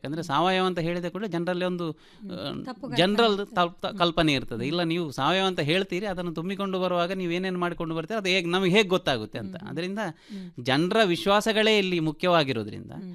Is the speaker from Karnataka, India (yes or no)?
no; Kallur, Kasaragod district, Kerala, India; ನಾನು ಮೂಲತಃ ಕಾಸರಗೋಡು ಜಿಲ್ಲೆಯ ಮಂಜೇಶ್ವರ ತಾಲೂಕಿನ ವರ್ಕಾಡಿ ಗ್ರಾಮದ ಕಲ್ಲೂರು ಎಂಬ ಪ್ರದೇಶದಲ್ಲಿ ಜನಿಸಿ ಬೆಳೆದವನು. ಕೇರಳದ ರಾಜ್ಯಕ್ಕೆ ಬರುವಂತಹ ಜಿಲ್ಲೆ ಅದು. ಹುಟ್ಟಿನಿಂದಲೂ ಕೂಡ ಕೃಷಿ ಕುಟುಂಬವೇ ನಮ್ಮದಾದ್ದರಿಂದ